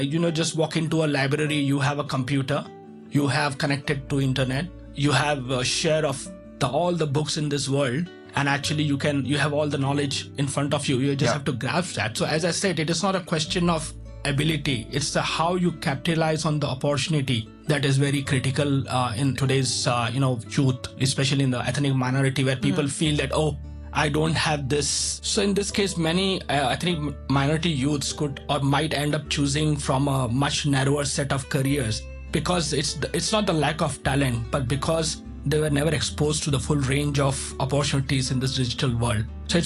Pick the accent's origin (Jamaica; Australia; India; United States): India; Mumbai, Maharashtra; now in Hong Kong; when I was growing up in Mumbai